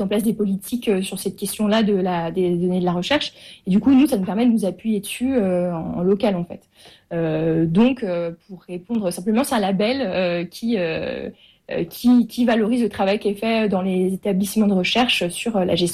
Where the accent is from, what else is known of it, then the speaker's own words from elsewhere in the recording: Lyon, Auvergne-Rhône-Alpes, France; Donc, moi, j'étais à Lyon avant. Enfin, je suis lyonnaise d'origine.